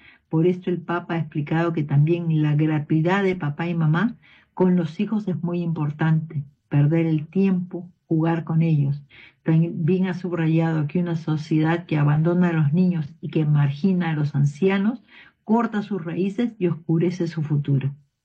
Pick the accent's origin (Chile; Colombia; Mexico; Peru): Peru; nuestro país, nuestro querido Perú